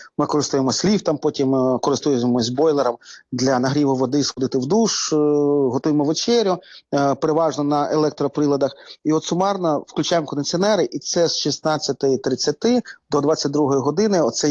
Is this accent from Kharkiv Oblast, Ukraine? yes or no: yes; Kharkiv, Kharkiv Oblast, Ukraine; в моєму рідному Харкові